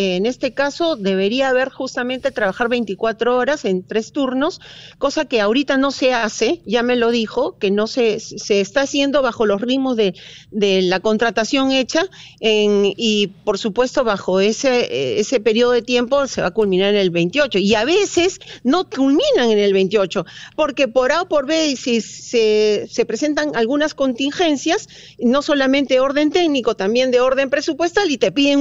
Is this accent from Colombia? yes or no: no; Peru; realmente no quisiera que pasara esto en mi país.